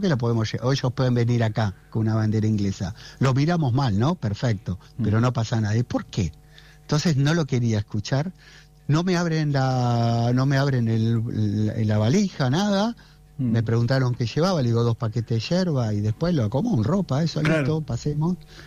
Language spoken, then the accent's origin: Spanish; Argentina; somos los argentinos